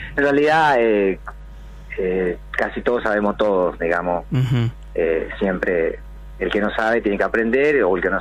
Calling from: Santa Fe, Argentina; somos santafesinos igual.

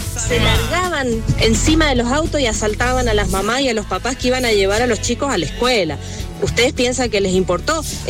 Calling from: Rodeo del Medio, Mendoza, Argentina; yo soy de Rodeo del Medio

